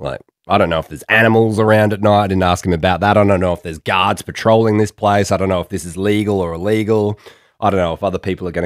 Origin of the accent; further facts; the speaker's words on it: Australia; I'm 36 from Australia.